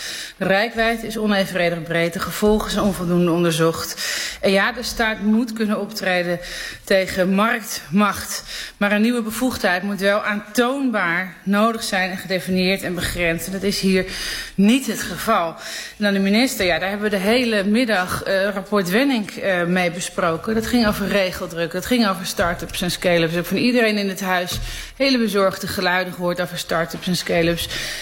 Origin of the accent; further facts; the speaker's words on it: Amsterdam, North Holland, Netherlands; als geboren en getogen Amsterdammer. En mijn vader is in dezelfde wijk en in dezelfde generatie als Cruijff opgegroeid in de Meer. En ik 1 buurt verder.